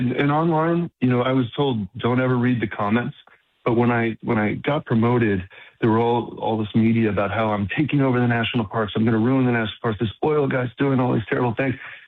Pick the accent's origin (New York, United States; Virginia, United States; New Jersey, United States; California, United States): New York, United States